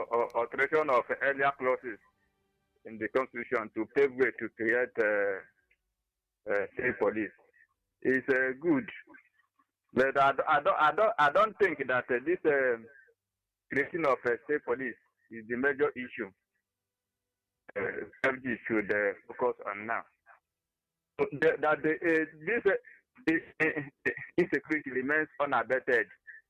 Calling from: Nigeria; from Akura Bene.

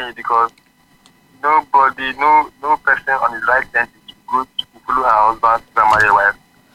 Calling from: Mauritania; I'm calling from Mauritania.

